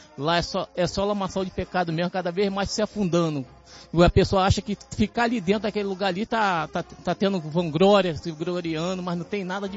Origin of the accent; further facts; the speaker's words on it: Duque de Caxias, Rio de Janeiro, Brazil; Venho de Caxias, Duque de Caxias.